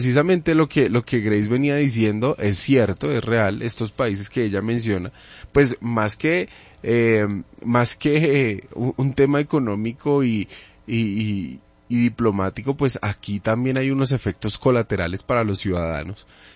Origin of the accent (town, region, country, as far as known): Colombia